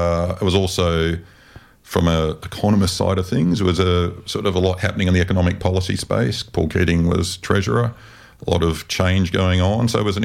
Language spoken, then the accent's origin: English; Adelaide, South Australia, Australia; Well, also because I grew up in Adelaide and so actually, you know, Adelaide, of course, is the home, is the originator of grunge.